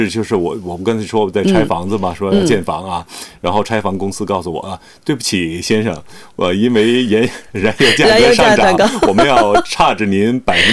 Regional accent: China

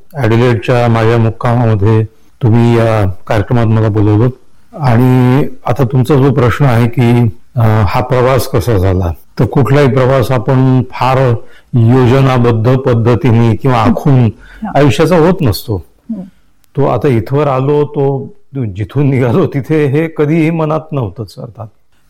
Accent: Akola, Maharashtra, India; born there; मी Holy Cross convent स्कूलमध्ये होतो अकोल्याला.

